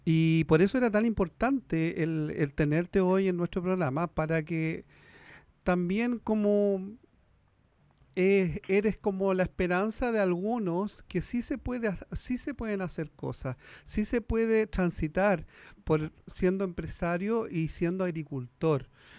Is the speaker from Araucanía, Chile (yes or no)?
no; Santiago, Santiago Metropolitan Region, Chile; yo soy santiaguino y tomo y lomo.